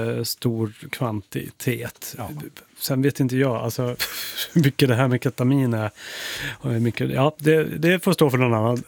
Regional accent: Gävleborg County, Sweden; Vi ber om ursäkt till alla som är i Dalarna. Vi är från Gävleborg, så att vi har inte stenkoll.

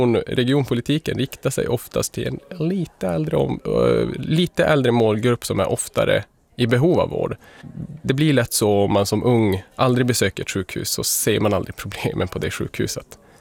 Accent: Norrbotten County, Sweden; also born or lived in Kiruna; now in Luleå, Sweden; No minä olen Kuttasesta. Minä asuin Kiirunassa pari vuotta, mutta lympen jälkeen minä muutin Luulajaan. Ja täällä minä olen opiskeluinsinööri 5 vuotta

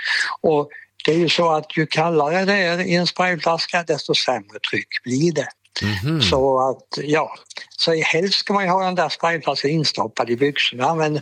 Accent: Sävsjö, Jönköping County, Sweden; born there; jag gick ner till biblioteket hemma i Sävsjö

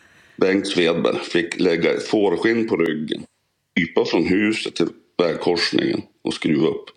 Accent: Nälden, Jämtland County, Sweden; now in Frösön, Sweden; jag växte upp i Nälden

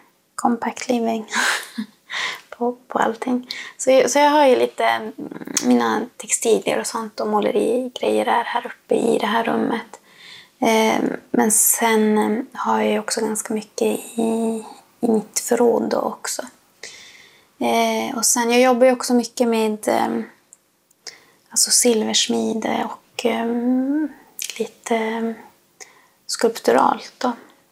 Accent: Lannavara, Norrbotten County, Sweden; Jag bor i Vittange. Men jag kommer ju från Lannavara. Uppväxt i Sariboma sameby.

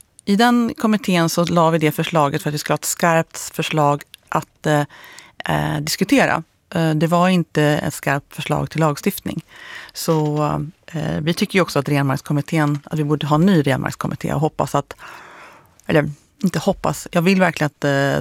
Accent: Jämtland County, Sweden; Jag är ju uppväxt i Jämtlandsfjällen och har fiskat där mycket.

